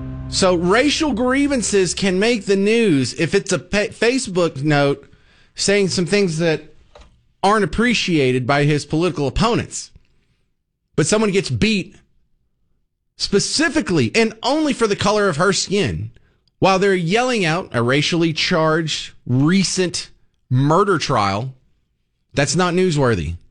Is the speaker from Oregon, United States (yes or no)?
no; Texas, United States; Out in East Texas, you know, I'm from Bug Tussle. This is my part of the world. You know, I refer to my hometown as Bug Tussle.